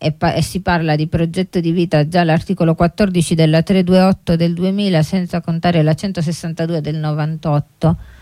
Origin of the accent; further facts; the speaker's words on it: Apulia, Italy; now in Turin, Italy; io sono di origine, sono pugliese